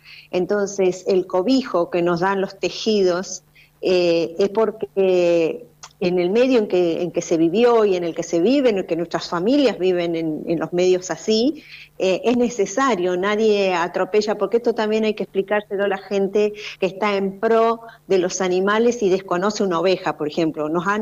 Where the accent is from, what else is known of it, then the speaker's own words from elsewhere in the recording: Argentina; somos de Carmen de Patagones y de Viedma. Es una agrupación mapuche